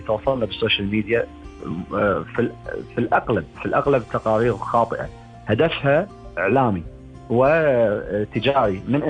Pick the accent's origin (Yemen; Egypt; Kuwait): Kuwait; عندنا بالكويت